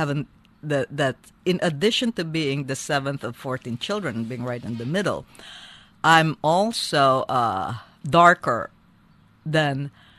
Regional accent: Philippines; born there; Yes, I was born in the Philippines.

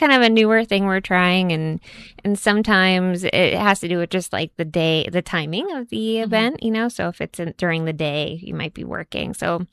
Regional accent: Nashua, New Hampshire, United States; You know, I'm from Nashua. Actually, I grew up in Nashua.

